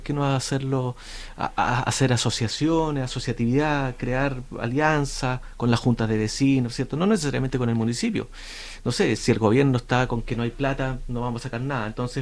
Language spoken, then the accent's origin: Spanish; Osorno, Los Lagos, Chile; De calle Temuco, donde me crié yo también